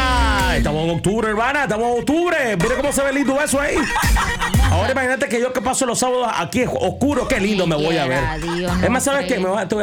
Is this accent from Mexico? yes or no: no; Managua, Nicaragua; Soy acá de Managua.